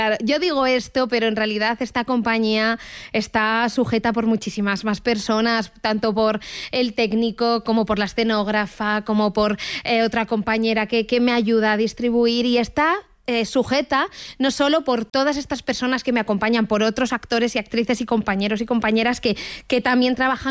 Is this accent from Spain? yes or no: yes; Ciudad Rodrigo, Castile and León, Spain; Soy de Ciudad Rodrigo, de Miróbriga, mirobrigense, Farinata, como me quieras llamar.